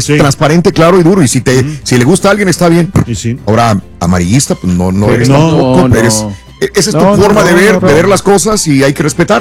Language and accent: Spanish; Mexico; moved away; A nombre de los mexicanos, de todos los mexicanos